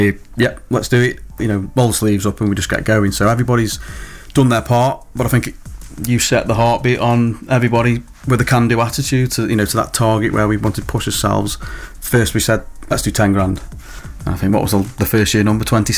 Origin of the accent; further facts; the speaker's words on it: Kidsgrove, West Midlands, United Kingdom; accent: Stokey; I'm from Kidsgrove, Pete's from Milton, mm-hmm, just normal people. I can't hide my accent, I'm born and bred Stokey